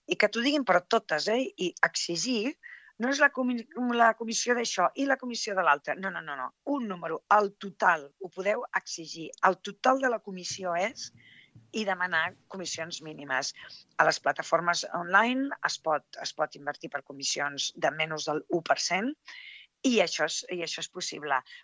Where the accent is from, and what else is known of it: Tarragona, Catalonia, Spain; also born or lived in Morella